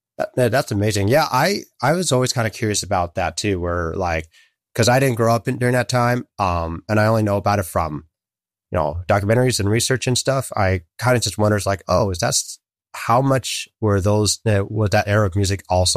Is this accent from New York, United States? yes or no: no; Fremont, California, United States; I grew up in Fremont, California, which if people may or may not know, that's pretty much in the heart of the Bay Area